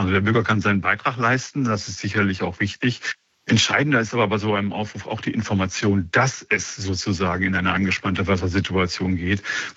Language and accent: German; North Rhine-Westphalia, Germany; Ich komme ja selber auch aus dem Ruhrgebiet